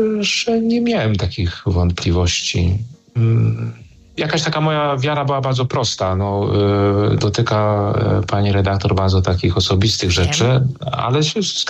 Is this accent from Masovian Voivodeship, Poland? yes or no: yes; Płock, Masovian Voivodeship, Poland; bo pochodzę z Płocka i pracuję obecnie w Płocku.